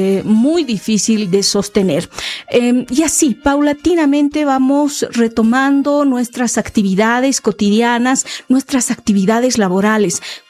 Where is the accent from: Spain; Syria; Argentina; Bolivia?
Bolivia; qué estamos haciendo como bolivianas, como bolivianos